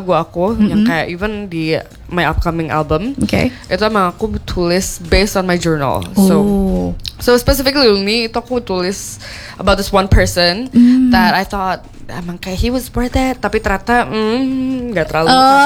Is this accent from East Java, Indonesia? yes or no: no; Jakarta, Indonesia; Aku orang Jakarta.